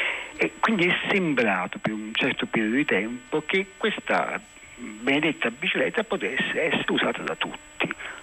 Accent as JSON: {"language": "Italian", "town": "Caserta", "region": "Campania", "country": "Italy", "tie": "born or raised there", "moved": "yes", "said": "a Caserta, per esempio, la mia città d'origine, che è una città perfettamente pianeggiante"}